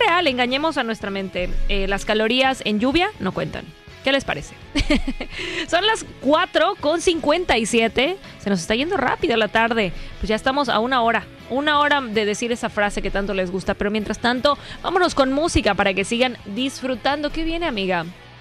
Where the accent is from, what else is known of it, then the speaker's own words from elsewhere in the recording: Yucatán, Mexico; Somos yucatecos, efectivamente somos yucatecos, de esta galletera yucateca que todos conocemos perfectamente bien.